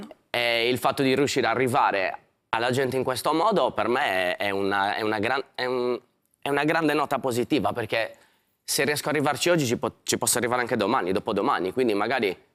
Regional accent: Buggerru, Sardinia, Italy; fuori da Bugerro, dal mio paesino

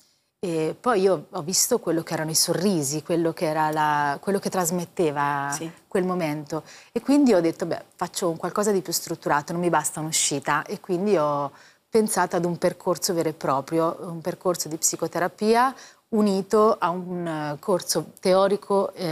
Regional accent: Ancona, Marche, Italy; Anconetano.

